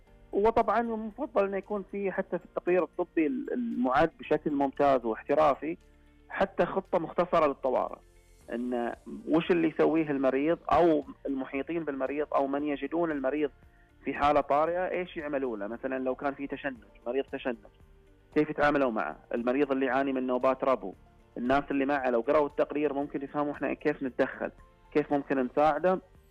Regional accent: Saudi Arabia; وهيئة الصحة العامة عندنا في السعودية وقاية

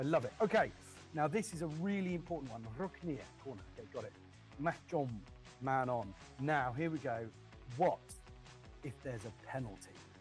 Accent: United Kingdom; I am alarmingly British. Sorry. I'd like to publicly apologize for how British I am.

